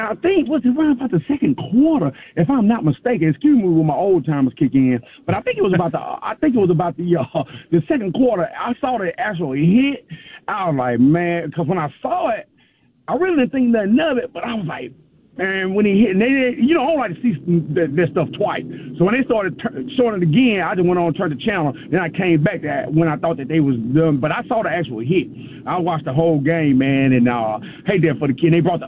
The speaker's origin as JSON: {"language": "English", "town": "Louisville", "region": "Mississippi", "country": "United States", "tie": "born or raised there", "said": "Andy Kennedy, yeah, he from my hometown."}